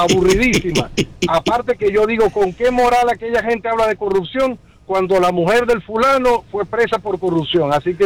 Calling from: Venezuela; el venezolano.

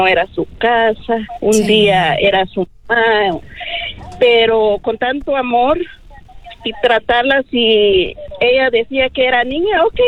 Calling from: Towson, Maryland, United States; de la ciudad de Towson.

